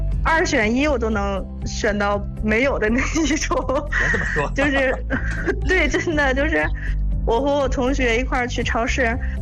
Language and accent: Chinese; Tangshan, Hebei, China; 啊，对，我是唐山的。